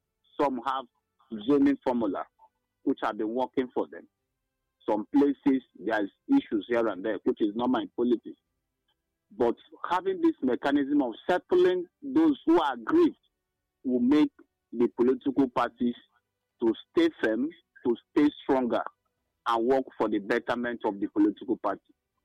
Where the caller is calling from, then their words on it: Nigeria; I'm calling from Okpabenimbo, the Nuzowani local government.